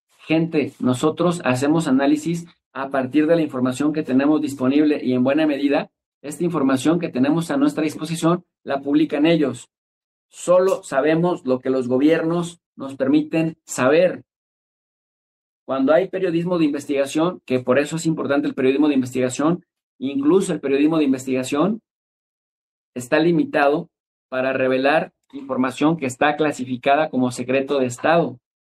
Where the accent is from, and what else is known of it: Mexico